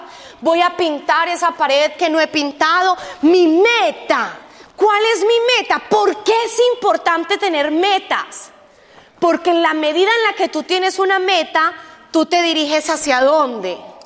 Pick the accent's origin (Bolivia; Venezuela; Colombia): Colombia; moved away